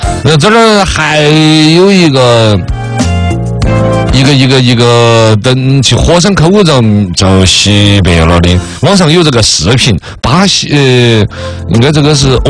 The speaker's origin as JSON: {"language": "Chinese", "country": "China", "said": "我们中国人本来就君子不立于危墙之下"}